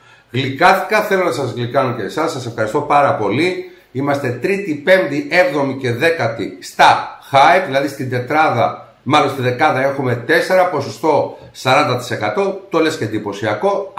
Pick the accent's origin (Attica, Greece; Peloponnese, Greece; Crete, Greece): Attica, Greece; Nea Smyrni; also born or lived in Corfu / Epirus; Η καταγωγή μου, ναι μεν βέβαια είναι Κέρκυρα και Ήπειρο, αλλά εδώ που έμενα και γεννήθηκα ουσιαστικά είναι στη Νέα Σμύρνη.